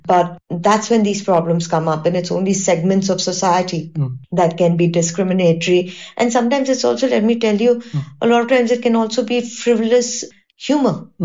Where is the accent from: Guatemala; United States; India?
India; Surat, Gujarat; No, I'm from the Surat side. It's not meetha at all.